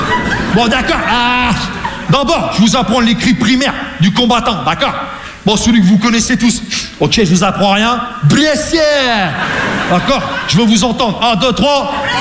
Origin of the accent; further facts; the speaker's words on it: Rouen, Normandy, France; Parce que moi, je viens de Rouen, tu vois, la Normandie, les Vikings, on est tous un peu des.